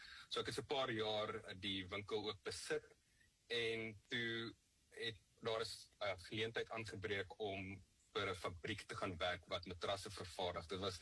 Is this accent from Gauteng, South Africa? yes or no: yes; Johannesburg, Gauteng, South Africa; Ek het in Johannesburg groot geword, in 'n huis waar werk en dissipline en verantwoordelikheid belangrik was.